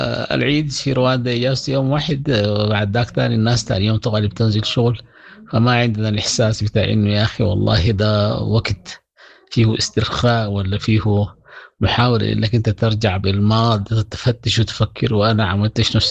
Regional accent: Sudan; now in Kigali, Rwanda; النظام طبعا مختلف عندنا في السودان، احنا هناك الشغل مجهودات فردية والناس بتطبخ براها وفي البيوت وكده

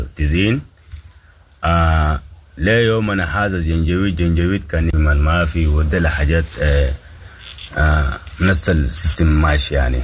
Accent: Sudan; نعم نحن قاعدين نتعبوا كسودانيين وفقدنا الوطن

